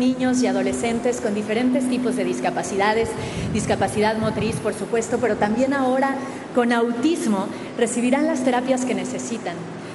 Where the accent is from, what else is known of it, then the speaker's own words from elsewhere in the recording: Mexico; Y fue una promesa que nos hicimos todos como mexicanas y como mexicanos.